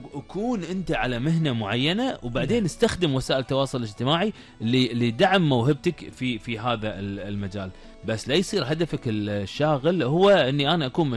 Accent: Kuwait

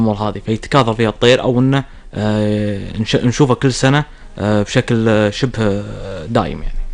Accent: Kuwait; عندنا بالكويت

